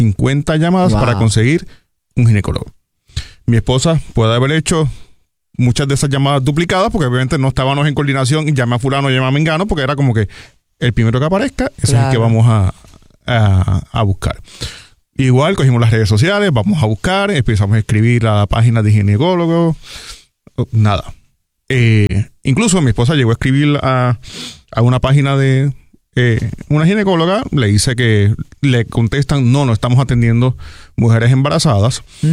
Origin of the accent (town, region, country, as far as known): Barranquitas, Puerto Rico; born or raised there; now in Gurabo, Puerto Rico